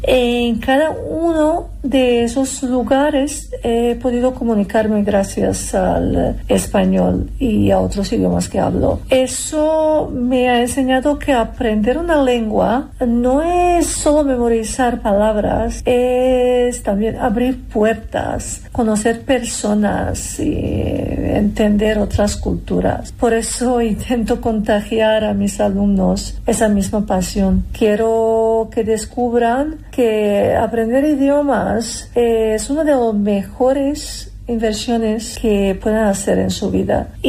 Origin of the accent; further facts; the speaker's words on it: Belgrade, Serbia; Spanish is a second language; moved away as an adult; also born or lived in Kazakhstan / Costa Rica / New Zealand / Guatemala; now in United States; Yo soy serbia y crecí en Belgrado.